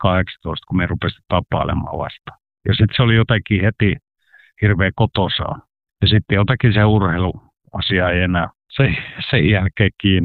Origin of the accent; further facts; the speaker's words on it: Karelia, Finland; Me ollaan Karjalasta vähän hitaita asioiden omaksumisessa